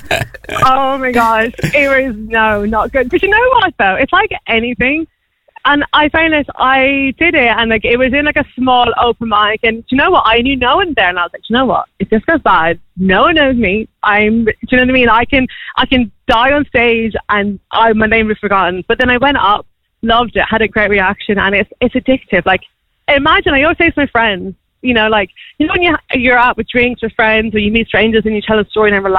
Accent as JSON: {"language": "English", "town": "Tullamore", "region": "Leinster", "country": "Ireland", "also_born_or_lived": "Bermuda", "said": "So I'm from Tullamore myself, went to grad school, and I'm an actuary by trade. So I think having, like, a Nigerian father and, you know, immigrant parents"}